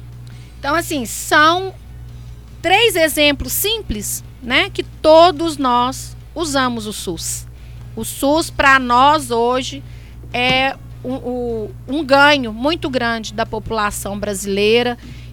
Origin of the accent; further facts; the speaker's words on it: Brazil; para nós, enquanto brasileiros